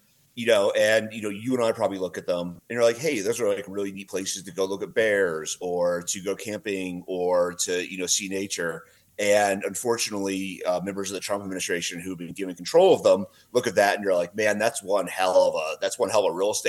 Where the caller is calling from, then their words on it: Bozeman, Montana, United States; Bozeman, Montana.